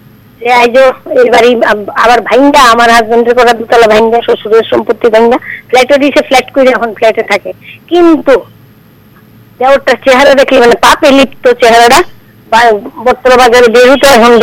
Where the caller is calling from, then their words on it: India; জয়নগর দশমী ঘাট থেকে।